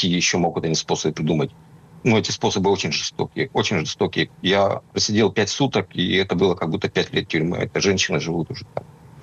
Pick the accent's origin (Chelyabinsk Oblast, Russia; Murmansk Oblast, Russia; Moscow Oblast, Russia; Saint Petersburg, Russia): Murmansk Oblast, Russia